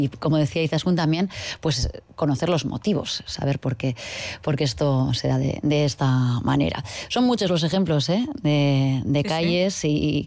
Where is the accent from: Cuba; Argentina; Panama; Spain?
Spain; Santurtzi, Basque Country; en mi pueblo, en Santurtzi